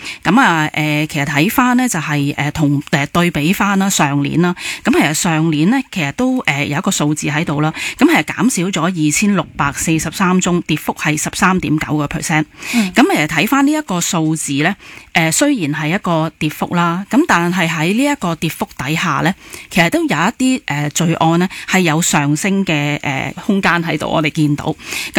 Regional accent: Hong Kong; 我哋香港人咧，大部分咧都会使用WhatsApp 啦。

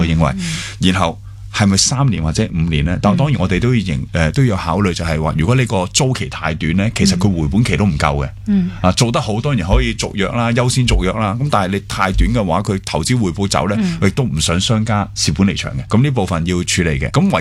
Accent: Hong Kong; 承诺对于我哋香港人嚟讲好重要嘅。

